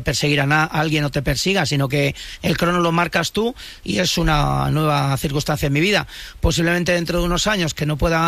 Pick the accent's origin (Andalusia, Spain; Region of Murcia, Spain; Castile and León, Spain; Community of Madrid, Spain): Castile and León, Spain; Íscar; Soy castellano y ahí nos hacemos duros.